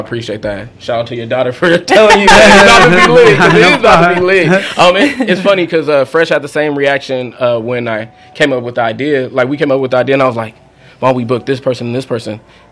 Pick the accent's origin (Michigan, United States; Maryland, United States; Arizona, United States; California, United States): California, United States; Moreno Valley; I'm from Reno Valley.